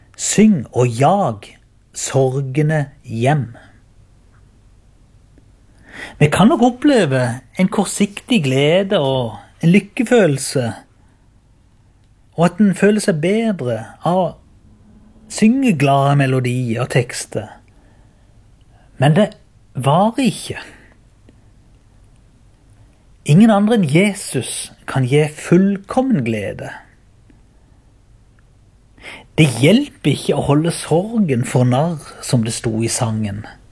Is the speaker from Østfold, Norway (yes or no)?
no; Byremo, Agder, Norway